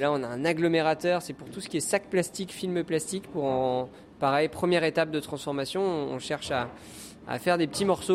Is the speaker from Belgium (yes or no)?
no; France; chez nous en France